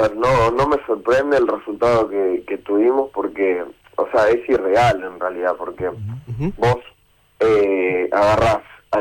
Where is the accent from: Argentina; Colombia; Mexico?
Argentina; Vicente López, Buenos Aires Province; also born or lived in Posadas; Sí, yo soy nacido en Misiones Posadas, pero criado toda la vida en Vicente López, y en Buenos Aires principalmente.